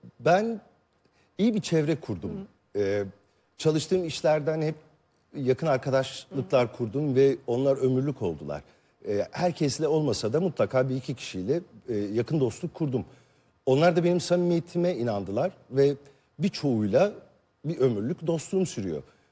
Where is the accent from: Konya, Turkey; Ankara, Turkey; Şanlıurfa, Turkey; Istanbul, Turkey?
Istanbul, Turkey; Ben doğup büyüdüğüm yerde oturuyorum hala. Kadıköy'deyim, Kadıköylüyüm.